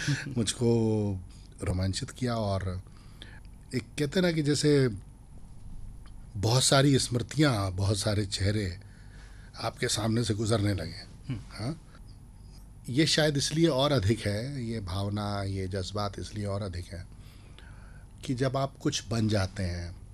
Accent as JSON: {"language": "Hindi", "town": "Vidisha", "region": "Madhya Pradesh", "country": "India", "tie": "born or raised there", "moved": "yes", "said": "मेरा बचपन विदिशा में गुजरा है"}